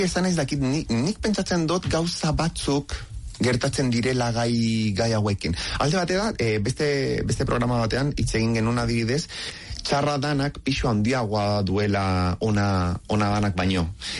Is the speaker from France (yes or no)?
no; Chile; Ni txiletarra naiz, bai, eta nire kuadriako lagunekin, karo, txikitatik, hori, humor iluna ba, maite dut.